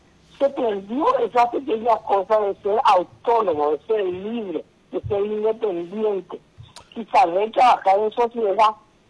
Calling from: Paraguay; nosotros los paraguayos solíamos tener, se dice, nuestra forma de ser, nuestra forma, nuestros valores como familia paraguaya.

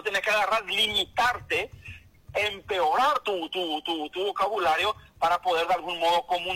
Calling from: Paraguay; que tenemos que ir combatiendo los paraguayos.

